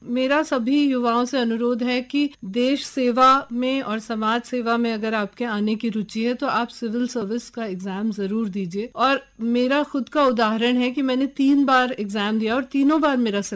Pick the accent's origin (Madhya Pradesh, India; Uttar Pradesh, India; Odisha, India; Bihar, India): Madhya Pradesh, India; मेरा जो गृह राज्य है वो मध्य प्रदेश है, मेरे पिताजी मध्य प्रदेश के रहने वाले हैं